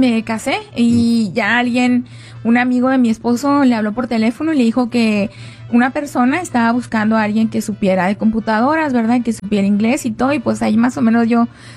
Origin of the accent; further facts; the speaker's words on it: Chihuahua, Mexico; moved away as an adult; also born or lived in Santa Fe, New Mexico; now in United States; Entonces yo vengo de Chihuahua, yo estudié una carrera, yo soy ingeniero civil.